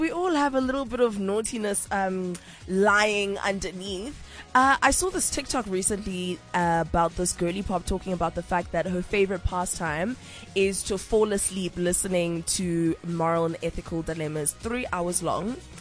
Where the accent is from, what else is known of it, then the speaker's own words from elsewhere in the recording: South Africa; It's always a good day to wake up South African. I think being South African is the biggest flex emhlabeni.